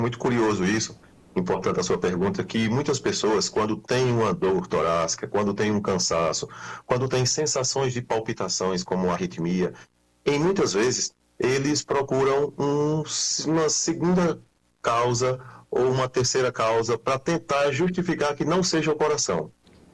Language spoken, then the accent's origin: Portuguese; Serra Talhada, Pernambuco, Brazil; Sim, eu sou de Serra Talhada, eu sou da capital do Chaxado, como dizem aqui.